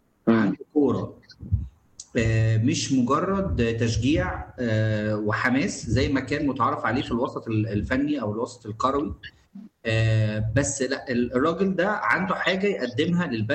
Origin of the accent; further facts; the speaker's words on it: Egypt; انا شخصيا كمصري